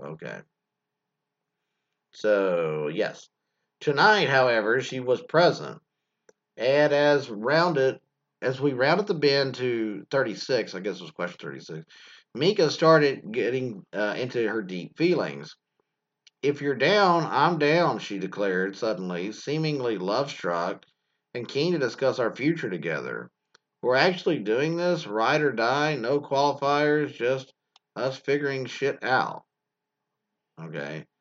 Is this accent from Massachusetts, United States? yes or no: no; Hawaii, United States; born there; I was born in Hawaii, a Chinese-American mom and a Caucasian dad. Later ping-ponging between cities and foreign assignments, including a stint covering exotic foods in Shanghai.